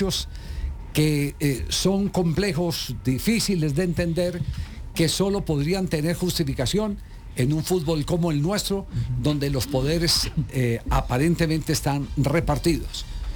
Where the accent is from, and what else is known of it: Caldas, Colombia